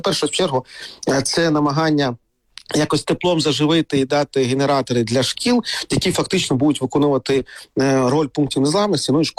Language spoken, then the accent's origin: Ukrainian; Kharkiv, Kharkiv Oblast, Ukraine; born or raised there